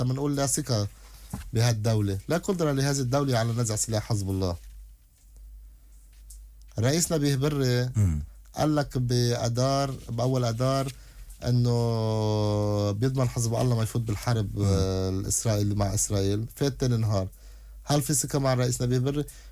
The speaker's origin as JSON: {"language": "Arabic", "country": "Lebanon", "said": "نحن كشعب لبناني"}